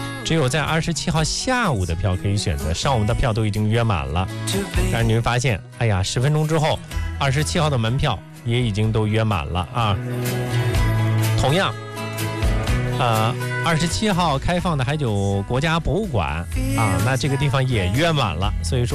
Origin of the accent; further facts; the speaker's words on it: Xingtang, Hebei, China; 因为我老家是行唐